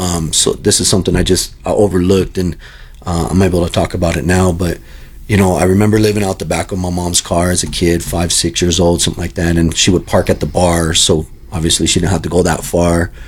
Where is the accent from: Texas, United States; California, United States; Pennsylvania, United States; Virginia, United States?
California, United States; Long Beach; also born or lived in San Pedro, California / Burbank, California; now in Colorado, United States; I was born and raised in Burbank, forgot to mention that. I was born in San Pedro, California, and raised in Wilmington and Long Beach pretty much my whole life before I came to Colorado.